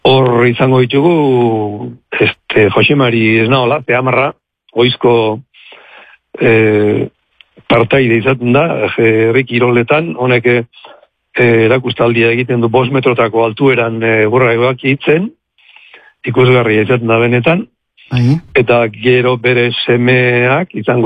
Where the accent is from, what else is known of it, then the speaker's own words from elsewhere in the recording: Arribe, Navarre, Spain; born there; now in Legazpi, Spain; Bueno, ni izatez naparra naiz, arrimen jaio nintzen ni.